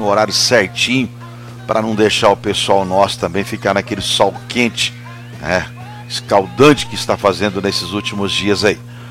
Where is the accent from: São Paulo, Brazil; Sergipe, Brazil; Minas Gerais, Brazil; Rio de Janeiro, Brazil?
São Paulo, Brazil; moved away as an adult; Eu que sou do interior de São Paulo, estou aqui há 16 anos, né?